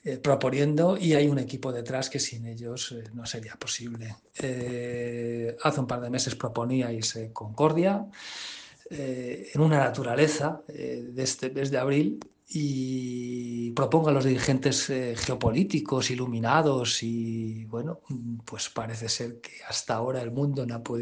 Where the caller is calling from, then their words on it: Madrid, Community of Madrid, Spain; de Madrid.